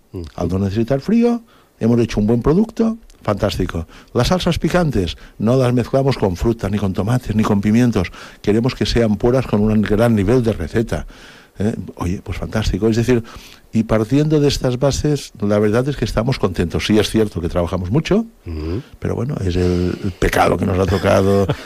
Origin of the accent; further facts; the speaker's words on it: Ibiza, Balearic Islands, Spain; Bueno, de pequeño, aquí en Ibicenco, lo que hemos dicho siempre, un poco cool román.